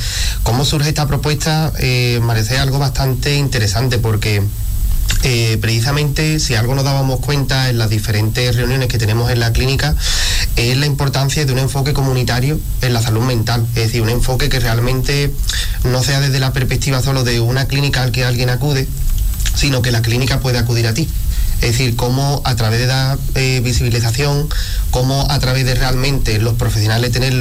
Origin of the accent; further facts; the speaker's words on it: Arcos de la Frontera, Andalusia, Spain; salvo a lo mejor Manuel y yo, que sí que somos de Arco